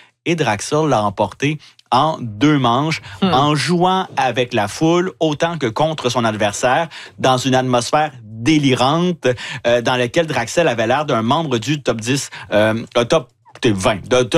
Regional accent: L'Ancienne-Lorette, Quebec, Canada; parce que moi, je suis de la Lorette rival de Loretteville. J'ai grandi aussi de mes deuxième mois à mes 20 ans.

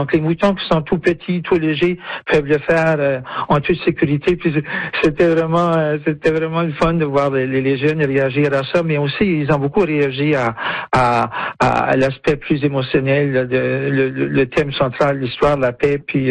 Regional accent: Cocagne, New Brunswick, Canada; mon village natal de Cocagne

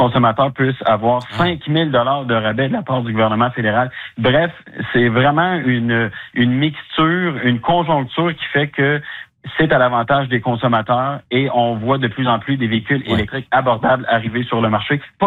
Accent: Quebec, Canada; Chez nous, au Québec

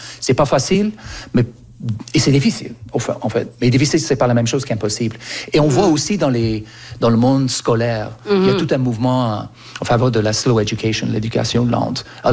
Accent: Canada; Moi, j'ai grandi au Canada et quand j'avais 4, 5, 6 ans, il y avait un bus

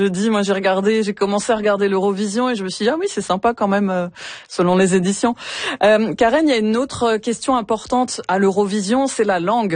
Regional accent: France; moi je viens de France

